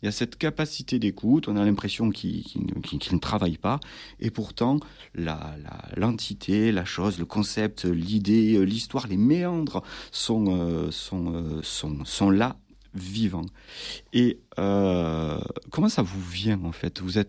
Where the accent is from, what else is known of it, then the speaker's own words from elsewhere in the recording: Toulouse, Occitanie, France; accent: toulousain; pardon pour mon accent toulousain et mon anglais déplorable.